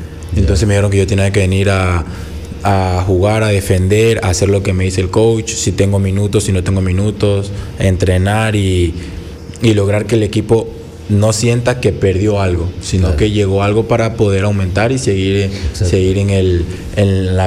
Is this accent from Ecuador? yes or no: yes; Esmeraldas, Ecuador; moved away; also born or lived in Guayaquil; Yo soy de Esmeralda, pero yo empecé a jugar en Guayaquil